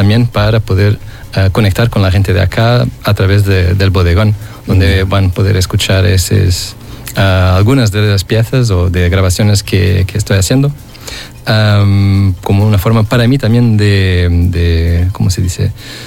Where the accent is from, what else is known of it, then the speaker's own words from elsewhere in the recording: Lisbon, Portugal; born there; Spanish is a second language; moved away; Yo soy muy, por lo mismo, muy atlántico. Vengo de nací en Lisboa, entonces el océano es, por lo mismo, muy cerca, claro. Muy presente.